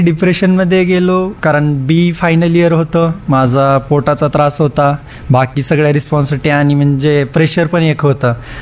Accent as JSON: {"language": "Marathi", "town": "Osmanabad", "region": "Maharashtra", "country": "India", "said": "मी आता मी उस्मानाबादचाच आहे ना, कधी कधी रिलेटिव्ह आहेत"}